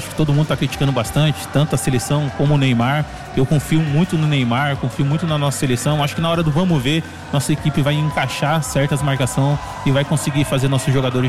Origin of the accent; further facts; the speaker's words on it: Brazil; eu, como sou brasileiro